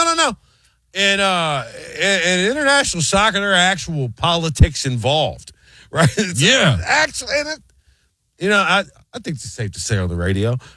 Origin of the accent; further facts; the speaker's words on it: New Orleans, Louisiana, United States; I'm from New Orleans, Louisiana, born and raised